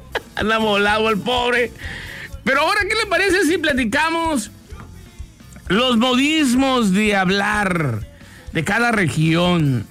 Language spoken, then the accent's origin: Spanish; Guaymas, Sonora, Mexico; born there; now in Hermosillo, Mexico; yo soy de Guaymas, pero pues yo habito aquí, o sea, ya tengo rato aquí.